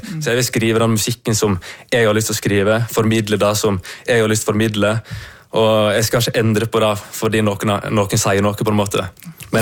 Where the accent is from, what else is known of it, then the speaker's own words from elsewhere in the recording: Leikanger, Vestland, Norway; Jeg kommer nå fra Elitabysa til Leikanger